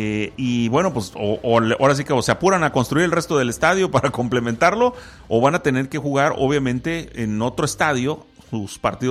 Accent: Mexico; Se presta obviamente al tema de burlarnos, porque así somos los mexicanos, esa es la verdad, ¿no?

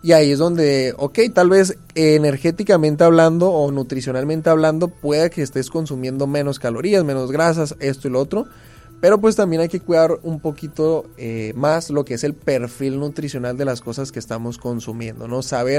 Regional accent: Mexico; nuestra cultura como mexicanos

